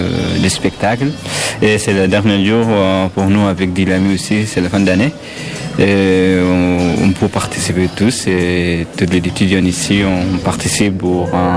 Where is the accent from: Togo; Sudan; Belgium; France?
Sudan; je viens de Sudan, j'ai 20 ans.